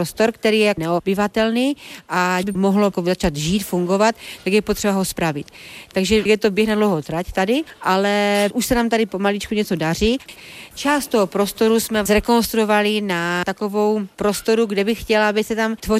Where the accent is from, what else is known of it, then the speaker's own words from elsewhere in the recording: Proskovice, Moravian-Silesian Region, Czechia; Jsem z Proskovic. Neřekla bych, že jsem úplně z zemědělské rodiny, ale celý život jsme doma měli prasátko, ovečku, slepice, králíky.